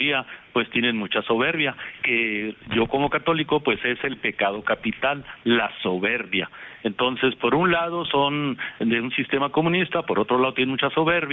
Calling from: Chihuahua, Mexico; como aquí en Chihuahua

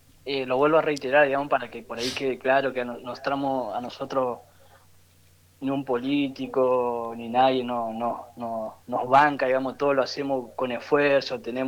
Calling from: Reconquista, Santa Fe, Argentina

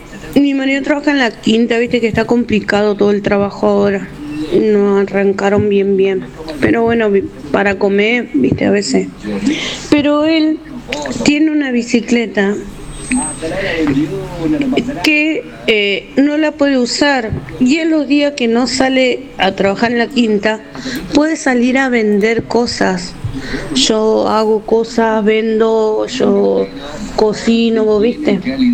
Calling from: Buenos Aires, Argentina

